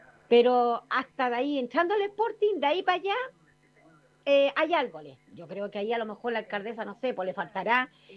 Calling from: Valparaíso, Chile; yo soy de acá de Valparaíso. Trabajo para Viña

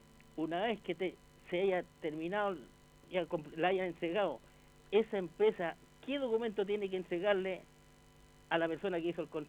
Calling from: Villa Alemana, Valparaíso, Chile; de Villa Alemana.

